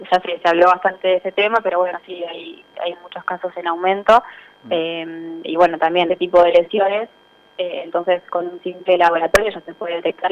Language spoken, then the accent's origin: Spanish; Coronel Pringles, Buenos Aires Province, Argentina; oportunidad de poder trabajar acá, que es el lugar donde yo nací, donde me crié.